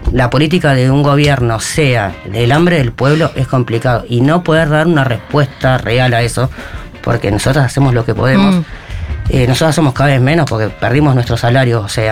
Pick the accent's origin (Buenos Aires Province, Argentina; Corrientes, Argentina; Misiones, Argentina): Buenos Aires Province, Argentina; La Matanza; Bueno, yo vengo de Matanza